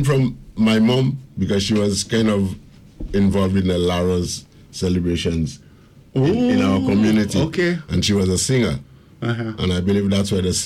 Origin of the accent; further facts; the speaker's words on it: Castries, St. Lucia; born there; I was born in Castries.